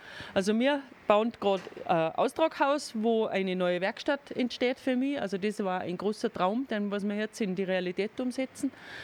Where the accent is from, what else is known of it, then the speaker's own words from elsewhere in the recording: Bavaria, Germany; ohne meine Arbeit als Bayerin gab es wahrscheinlich auch die Kuhbilder nicht